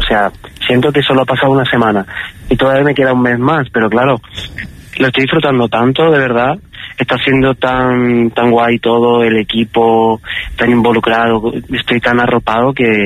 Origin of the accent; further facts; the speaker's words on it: Lucena, Andalusia, Spain; also born or lived in Málaga; Yo soy de Lucena, de Córdoba, pero me siento muy malagueño. Estudié en Málaga, además que los cordobeses estamos siempre en Fuengirola.